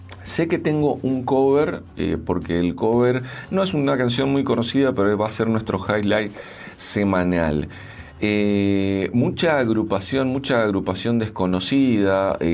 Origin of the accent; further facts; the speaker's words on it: Clorinda, Formosa, Argentina; now in Paraguay; yo nací a 200 metros de la frontera con Paraguay, y me crié mirando al Paraguay, y hoy en día vivo exactamente enfrente de la embajada argentina. Entonces, vivo en Paraguay mirando a la Argentina todos los días